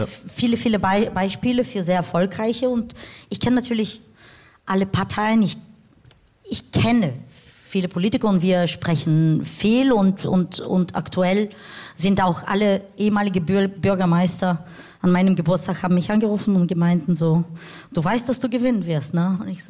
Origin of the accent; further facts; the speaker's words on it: Bulgaria; moved away; also born or lived in Germany; gab es eine Einladung in mein Heimatland. Und das war eine Überraschung für mich, weil die Vorbereitungen fanden ohne mich statt. Und wir waren 3 Tage da. Aber letztendlich bin ich vor 10 Jahren zurückgekehrt.